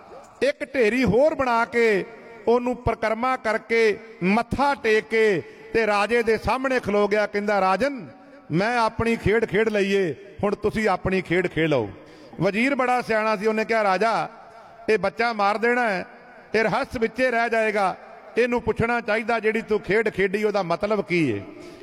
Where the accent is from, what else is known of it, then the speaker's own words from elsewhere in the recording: Amritsar, Punjab, India; ਮੇਰਾ ਇਲਾਕਾ ਹੈ ਅੰਮ੍ਰਿਤਸਰ ਅਤੇ ਅਜਨਾਲੇ ਦਾ, ਕੋਈ ਐਸਾ ਪਿੰਡ ਨਹੀਂ